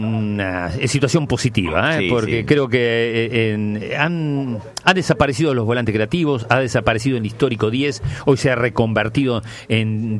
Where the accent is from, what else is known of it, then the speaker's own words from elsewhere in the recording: Tablada, Santa Fe, Argentina; yo soy de Tablada